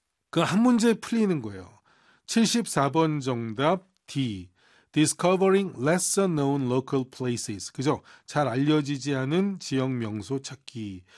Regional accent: Seoul, South Korea; born there; 저는 서울 태생입니다.

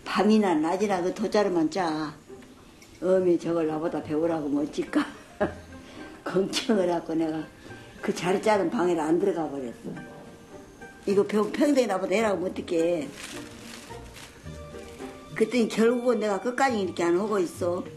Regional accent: Seoul, South Korea; moved away as an adult; 나 친정이 서울이에요.

